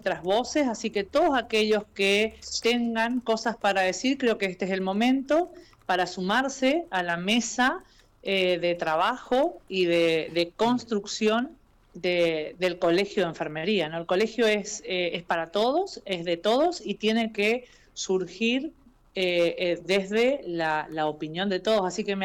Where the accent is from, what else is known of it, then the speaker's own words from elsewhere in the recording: Puerto San Julián, Santa Cruz, Argentina; Nosotras somos de Puerto San Julián